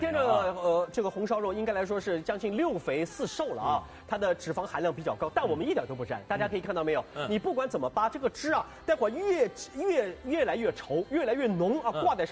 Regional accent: Shanghai, China; 咱们上海人特别喜欢用的这个

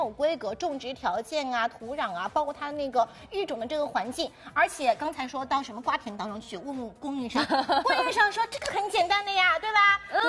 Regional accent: Shanghai, China; 说句实话，以前我虽然说是作为上海人，就听说过8424，一直在我们这边是这个耳边。

